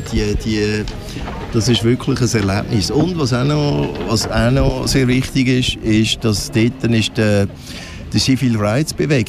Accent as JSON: {"language": "German", "country": "Switzerland", "said": "Da sind wir als Schweizer Band eingeladen worden"}